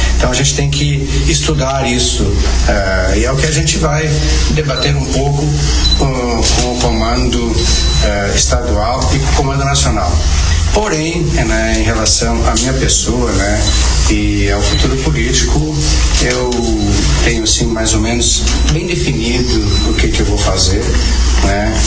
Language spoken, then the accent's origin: Portuguese; Rio Grande do Sul, Brazil; now in Venâncio Aires, Brazil; e não quero fugir da responsabilidade como brasileiro, como gaúcho